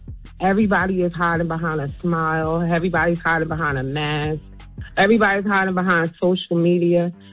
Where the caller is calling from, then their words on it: Montclair, New Jersey, United States; from Montclair.